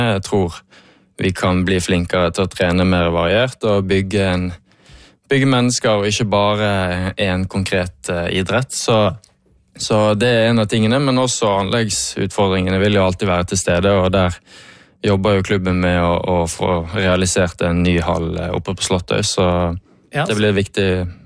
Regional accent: Fana, Vestland, Norway; Det er veldig viktig. Det er der jeg kommer fra. Det er der jeg startet min vei på idrettsbanen.

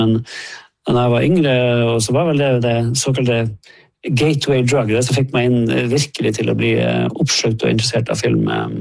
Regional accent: Finnmark, Norway; moved away; jeg veldig glad i å dra hjem, og vi har hus i Langfjorden

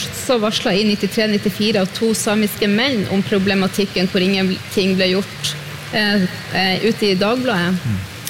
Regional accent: Sápmi, Norway; Det tok lang tid før jeg selv torde å fortelle ute i det store samfunnet at jeg er samisk.

